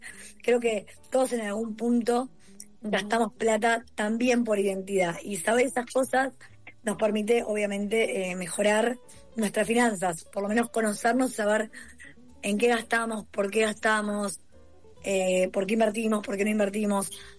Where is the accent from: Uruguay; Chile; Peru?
Uruguay; A mí me hace muy feliz que en Argentina se vendan tantos mis libros, siendo uruguaya.